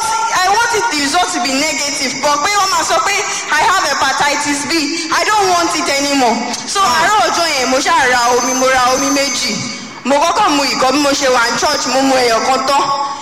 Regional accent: Ibadan, Oyo, Nigeria; So I was in Lagos then, and I came to Ibadan. But I'm from Ibadan.

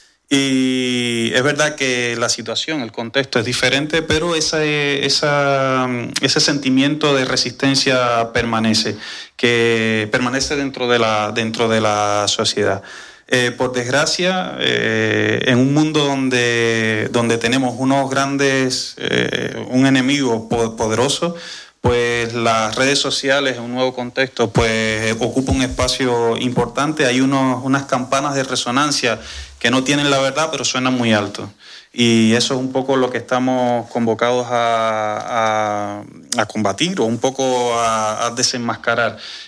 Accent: Cuba; moved away; soy un cubano probablemente no común.

